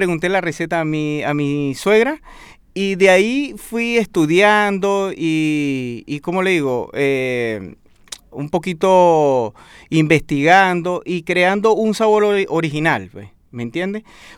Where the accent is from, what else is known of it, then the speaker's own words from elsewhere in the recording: Venezuela; moved away as an adult; now in Chile; yo soy venezolano